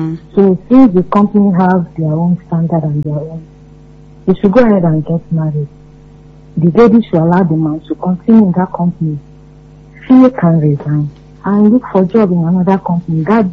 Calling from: Ibadan, Oyo, Nigeria; I'm calling from Apata.

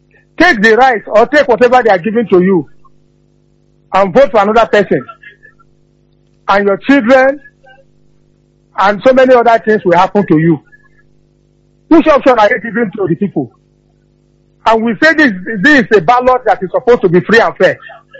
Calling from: Enugu, Enugu State, Nigeria; I'm calling you from Enugu.

